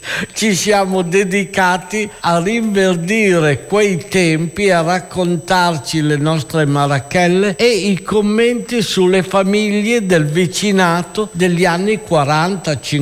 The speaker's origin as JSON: {"language": "Italian", "town": "Mantua", "region": "Lombardy", "country": "Italy", "tie": "born or raised there", "moved": "as an adult"}